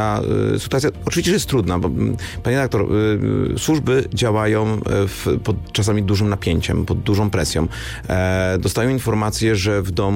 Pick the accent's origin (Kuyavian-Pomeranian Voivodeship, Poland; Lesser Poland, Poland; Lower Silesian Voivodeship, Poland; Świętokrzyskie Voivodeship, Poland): Lesser Poland, Poland; Kraków; Ja jestem Krakusem.